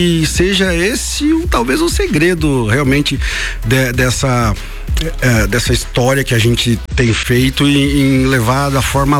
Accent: Lages, Santa Catarina, Brazil; Eu sou natural aqui de Lages mesmo, então a gente é dessa terra aqui.

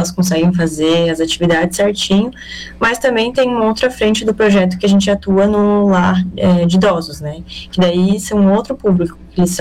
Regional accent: Florianópolis, Santa Catarina, Brazil; moved away as an adult; now in Araranguá, Brazil; Eu sou de Florianópolis, vim para cá para estudar.

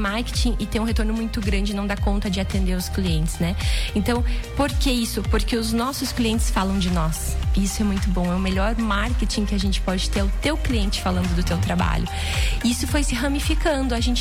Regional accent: Canoinhas, Santa Catarina, Brazil; now in Lages, Brazil; Não, eu sou natural de Canoinhas, norte do estado.

